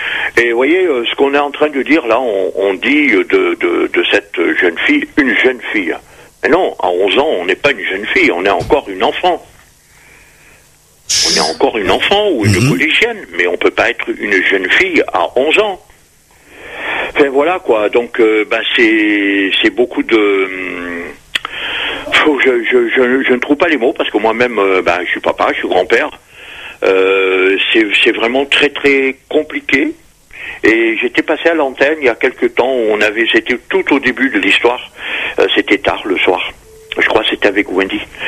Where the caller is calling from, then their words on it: Paris, Île-de-France, France; Je vous appelle de Paris